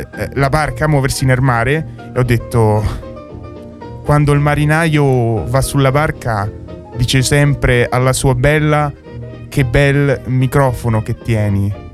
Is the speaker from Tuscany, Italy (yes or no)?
yes; Livorno, Tuscany, Italy; now in Rome, Italy; vengo da Livorno e si sente da il mio accento che vendo da Livorno, no?